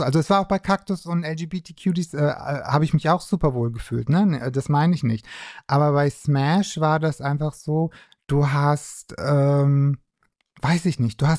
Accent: Rothenburg ob der Tauber, Bavaria, Germany; Ich bin aus Franken. Und erstmal war das schon mal so dieses, oh mein Gott. Und wir sind beide fränkisch. Sache war die so, weil ich komme aus der Kleinstadt Rodenburg

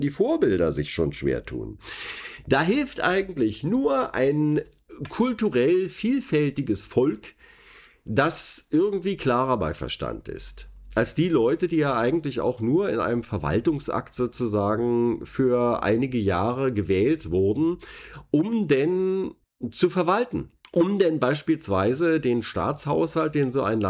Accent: Berlin, Germany; was uns denn als Berliner so umgibt.

